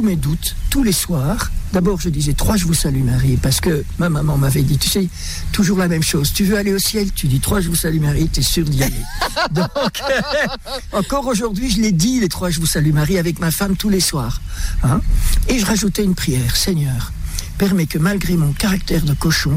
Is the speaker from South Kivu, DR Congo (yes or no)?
no; Kinshasa, DR Congo; born there; Donc, je suis né à Kinshasa, au Congo. Et j'ai été baptisé par un missionnaire quand j'avais 3 jours.